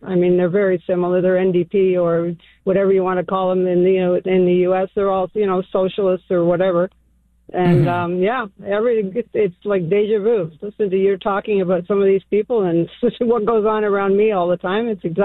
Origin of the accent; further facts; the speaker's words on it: Toronto, Ontario, Canada; And I grew up being able to ride the subway, walk the streets, do everything else like that in Toronto.